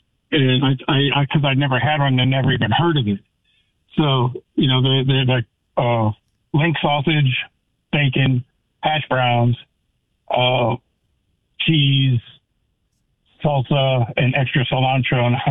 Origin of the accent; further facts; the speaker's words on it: California, United States; moved away; Well, I grew up in California, and I've worked out there a lot of years.